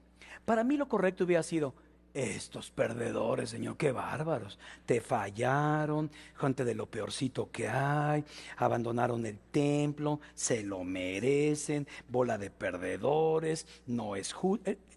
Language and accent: Spanish; Mexico; Perdónanos como mexicanos.